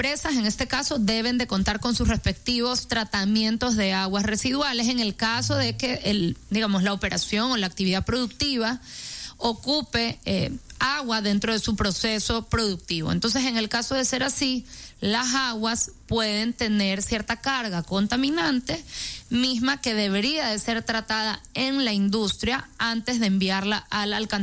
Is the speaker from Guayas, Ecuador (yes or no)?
yes; Guayaquil, Guayas, Ecuador; Guayaquil se inunda porque estamos como ciudad costera prácticamente al nivel del mar. Pero nosotros como guayaquileños